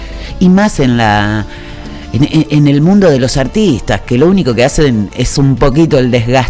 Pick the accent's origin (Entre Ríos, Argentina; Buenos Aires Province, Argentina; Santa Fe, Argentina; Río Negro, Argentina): Santa Fe, Argentina; Arocena; now in Rosario, Argentina; Vos sabés que cuando yo era chica, te voy a contar algo. En Arocena, de donde soy yo … era siempre contratado para los bailes. Y era … Después, me vine a Rosario